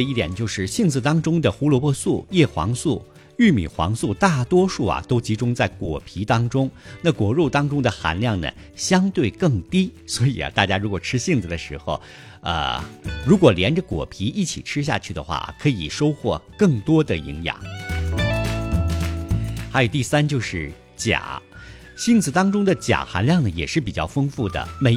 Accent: northern China, China; moved away; 其实我们在小的时候在北方啊

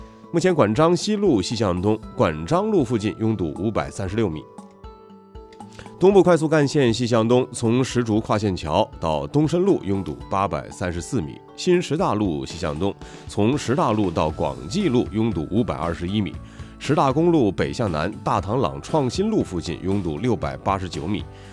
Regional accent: Dongguan, Guangdong, China; 这是刻在咱们东莞人血脉里的民俗约定，

